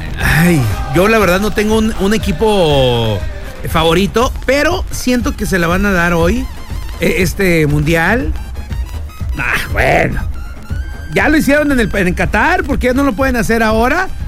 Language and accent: Spanish; Mexico; ¡Hoy somos mexicanos!